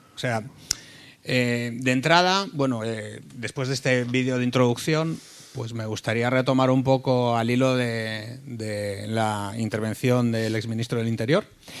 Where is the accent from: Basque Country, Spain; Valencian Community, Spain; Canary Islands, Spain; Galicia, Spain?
Galicia, Spain; que esto como gallego me toca bastante la fibra